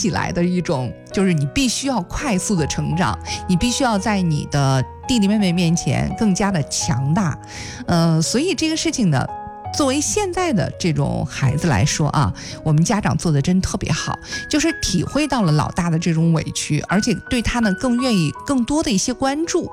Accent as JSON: {"language": "Chinese", "region": "Henan", "country": "China", "said": "我们河南话说\"隔过气\"呀。"}